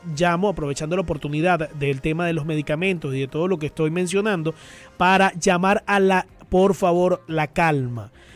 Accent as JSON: {"language": "Spanish", "country": "Venezuela", "said": "nosotros como venezolanos tenemos que apoyarnos unos con otros."}